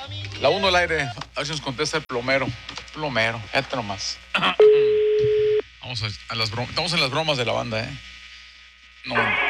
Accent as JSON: {"language": "Spanish", "town": "Linares", "region": "Nuevo León", "country": "Mexico", "said": "Yo soy de Linares, oiga."}